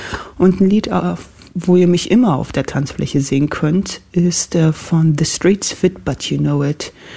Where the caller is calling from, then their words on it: Berlin, Germany; aus Spandau. Ja, mit Ende 30 geht man nicht mehr so häufig tanzen.